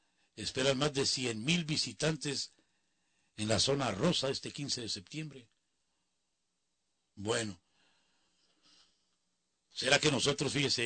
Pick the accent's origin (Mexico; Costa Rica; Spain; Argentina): Mexico; si somos mexicanos y orgullosos nos sentimos